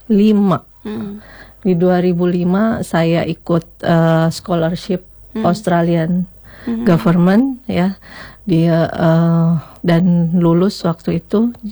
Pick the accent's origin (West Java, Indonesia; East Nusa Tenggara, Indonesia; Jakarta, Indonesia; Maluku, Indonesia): Jakarta, Indonesia; born there; Saya lahirnya di Jakarta.